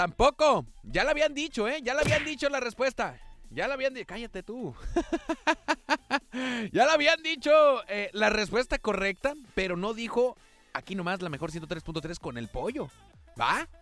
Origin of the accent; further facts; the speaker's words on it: Mexico; por eso somos mexicanos